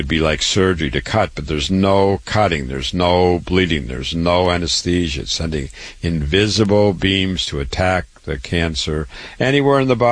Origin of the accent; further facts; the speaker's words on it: Waterloo, Iowa, United States; I was born and raised in Waterloo, Iowa.